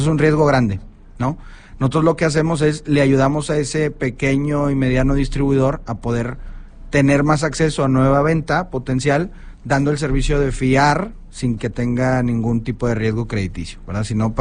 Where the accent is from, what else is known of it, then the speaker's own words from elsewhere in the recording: Monterrey, Nuevo León, Mexico; yo soy de aquí de Cumbres de toda la vida, fui a la Universidad Autónoma de Nuevo León, orgulloso